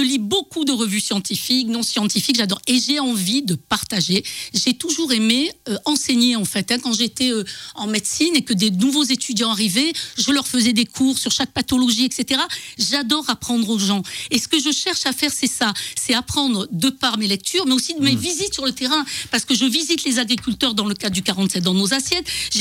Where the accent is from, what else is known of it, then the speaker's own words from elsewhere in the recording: Marseille, Provence-Alpes-Côte d'Azur, France; moved away; je suis une fille d'immigrés italiens qui sont passés par la Tunisie d'abord, mes parents, un milieu pauvre, hein, je tiens à le dire. Ils sont arrivés à Marseille, ma maman était femme de ménage et mon papa était ouvrier dans une usine de métallurgie.